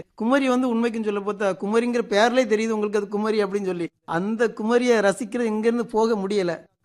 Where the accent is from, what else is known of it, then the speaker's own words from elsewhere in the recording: Nazareth, Tamil Nadu, India; moved away as an adult; now in Nagercoil, India; தூத்துக்குடி மாவட்டம் நாசரை தான் என்னுடைய சொந்த ஊர். நான் வந்து இப்போ நாகர்கோவில் வந்து கிட்டத்தட்ட ஒரு 30 வருஷம் ஆச்சு.